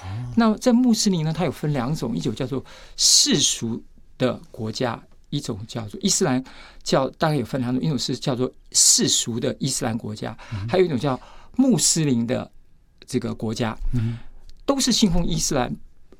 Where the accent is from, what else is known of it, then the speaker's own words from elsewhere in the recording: Taiwan; 我们台湾人很热情